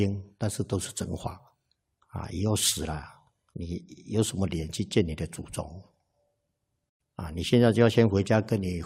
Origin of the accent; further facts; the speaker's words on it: Taiwan; 我们台湾人啊